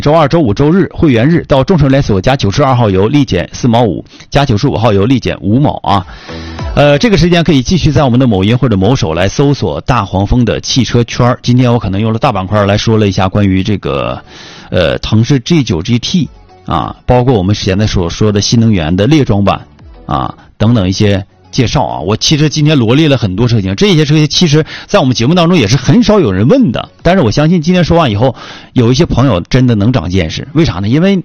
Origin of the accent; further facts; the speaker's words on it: China; 我们中国人